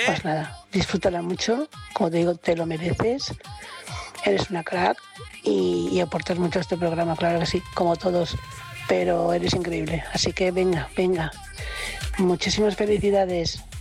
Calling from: La Cavada, Cantabria, Spain; de la Cavada, Santander. Perdón, Cantabria.

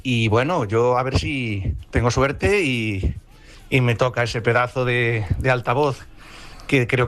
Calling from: Moncalvillo, Spain; de Moncalvillo.

